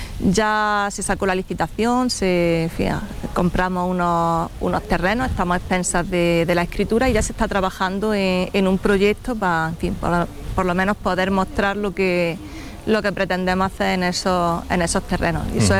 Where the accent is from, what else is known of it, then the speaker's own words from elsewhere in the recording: Valdepeñas de Jaén, Andalusia, Spain; Yo soy una enamorada de mi pueblo.